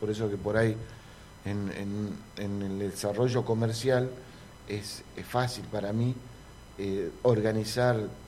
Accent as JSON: {"language": "Spanish", "town": "Villa El Chocón", "region": "Neuquén", "country": "Argentina", "tie": "born or raised there", "also_born_or_lived": "Mendoza", "said": "yo soy uno de los tantos que llegaron en el año 69 al Chocón. Mira, padre vino a trabajar a la Villa del Chocón cuando no había nada. Llorábamos porque veníamos de Mendoza, de un lugar verde"}